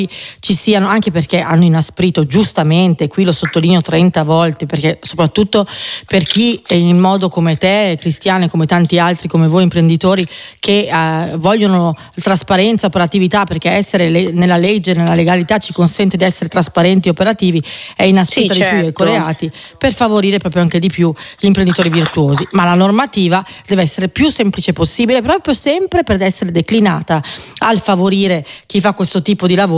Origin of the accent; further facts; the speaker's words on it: Lombardy, Italy; Lo dico da lombarda, noi non